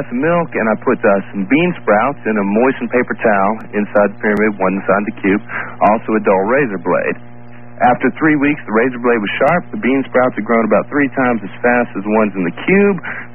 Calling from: Mississippi, United States; I'm in Mississippi.

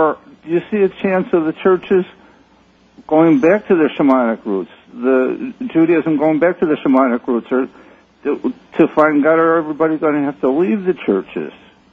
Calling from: Chicago, Illinois, United States; from WLS area of Chicago.

